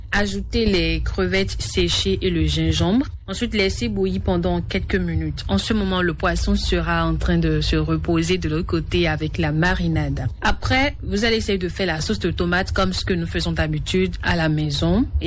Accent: Mono, Benin; now in Cotonou, Benin; chez nous, dans le Mono

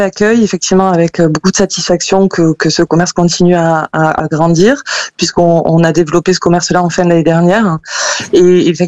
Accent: France; moved away as an adult; Oui, je suis native de Vaillourle, j'ai grandi ici. Alors après, j'ai travaillé ailleurs, mais je suis revenue aux sources.

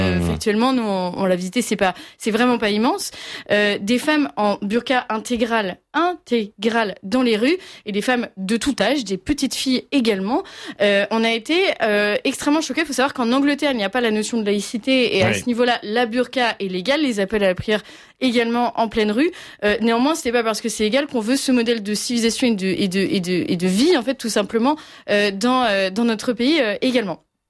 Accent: France; accent: French; Vous verrez mon accent français, oui.

